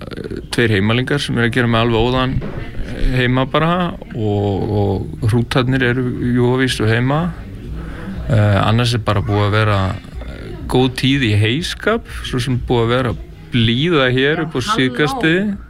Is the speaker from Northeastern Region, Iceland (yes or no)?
yes; Ytri-Bakki, Northeastern Region, Iceland; Já, ég er frá Ytribakka við Hjaltbyrði, raunar í jörð sem liggur alveg að Hjaltbyrðinni.